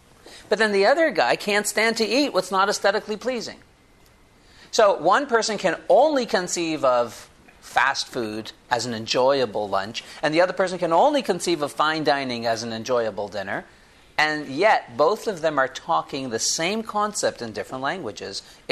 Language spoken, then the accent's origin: English; Boston, Massachusetts, United States; I'm from Boston.